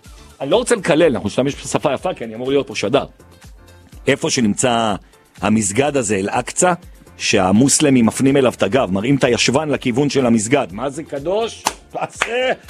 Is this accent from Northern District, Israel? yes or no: no; Jerusalem, Jerusalem District, Israel; אני ירושלמי ואני אוהב לדחוף ירושלמים.